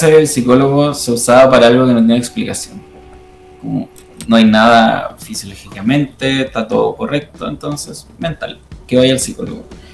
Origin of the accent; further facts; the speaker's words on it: Santiago, Santiago Metropolitan, Chile; Yo se lo digo, que vengo de Santiago y no, hay comunas que no tienen tantas cosas.